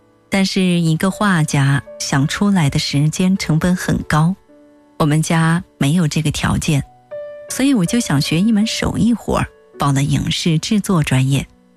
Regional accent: Nanjing, Jiangsu, China; 我虽然生在南京，长在南京，但身份证是安徽的。上了小学之后，有些老师会问你父母在哪里，有些孩子会受到父母影响歧视你的出生地。

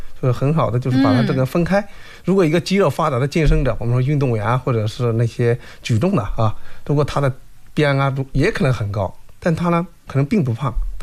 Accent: China; 尤其是说亚洲男性，我们中国人哈

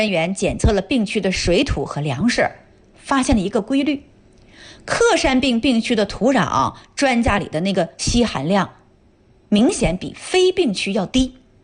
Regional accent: China; 那作为中国人，

